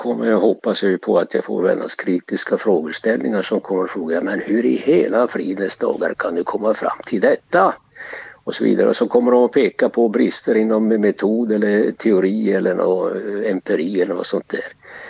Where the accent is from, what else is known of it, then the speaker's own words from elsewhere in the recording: Norrbotten County, Sweden; Eller är det helt enkelt vårt medborgarskap som gör att vi är tornedalingar i Sverige? Men att vi är lite annorlunda än svenskar.